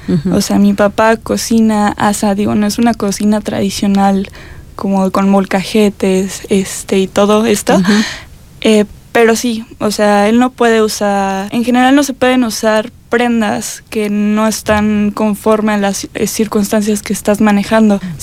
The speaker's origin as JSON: {"language": "Spanish", "town": "Monterrey", "region": "Nuevo León", "country": "Mexico", "lives_now": "Querétaro, Mexico", "said": "Por ejemplo, aquí en Querétaro, yo soy de Monterrey"}